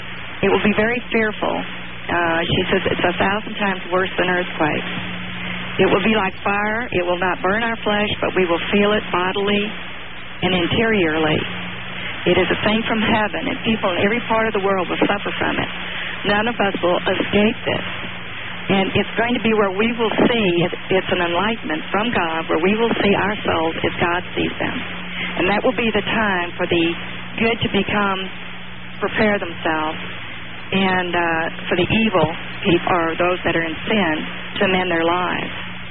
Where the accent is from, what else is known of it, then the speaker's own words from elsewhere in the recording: Dallas, Texas, United States; from Dallas.